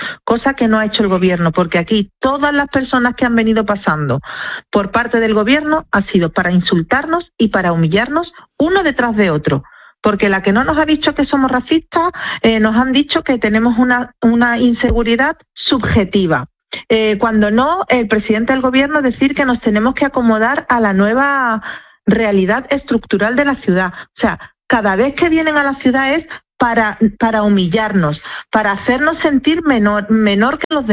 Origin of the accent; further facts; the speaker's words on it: Spain; Se cuestiona que como estamos fuera del territorio peninsular, pues no somos tan españoles como los demás, cosa que es absolutamente incierta.